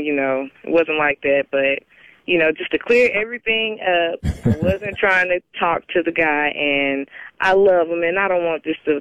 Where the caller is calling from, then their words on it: Montgomery, Alabama, United States; I'm calling from Montgomery, Alabama.